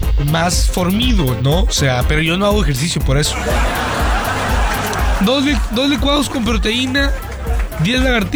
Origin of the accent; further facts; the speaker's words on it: Montemorelos, Nuevo León, Mexico; Así somos los de Montemorelos, somos güeros.